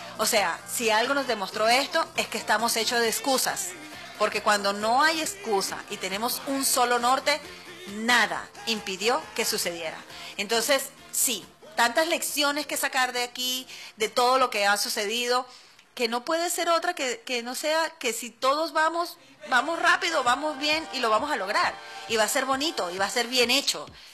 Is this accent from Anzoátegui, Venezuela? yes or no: yes; Puerto Píritu, Anzoátegui, Venezuela